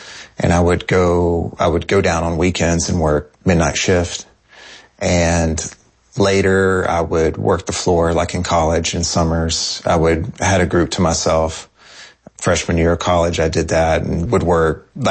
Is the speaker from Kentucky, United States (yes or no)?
yes; Kentucky, United States; because I grew up in Eastern Kentucky. So we had a pretty homogenous school, and everyone was pretty much the same.